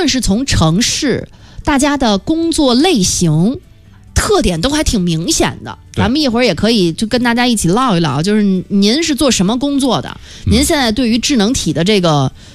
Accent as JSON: {"language": "Chinese", "country": "China"}